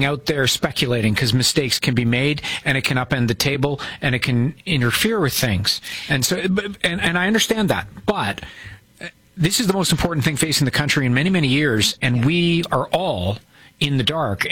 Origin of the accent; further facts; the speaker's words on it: Canada; Canada needs to get in there and fight because it's a dirty fight. And we're kind of being Canadian about it.